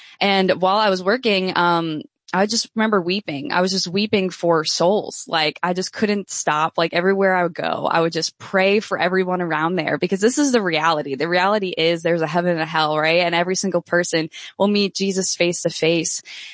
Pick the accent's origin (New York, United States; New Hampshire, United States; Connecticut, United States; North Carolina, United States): New York, United States; born and raised in New York.